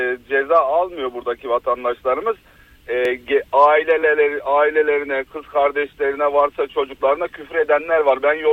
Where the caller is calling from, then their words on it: Antalya, Turkey; İyi günler Eren, ben Antalya'dan.